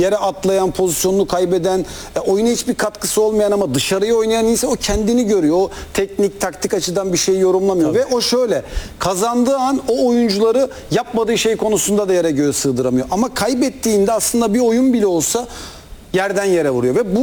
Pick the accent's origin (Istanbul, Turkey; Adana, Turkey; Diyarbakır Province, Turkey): Istanbul, Turkey; Gaziosmanpaşa; İşte ben Gazi Osman Paşa, doğma büyüme oralıyım.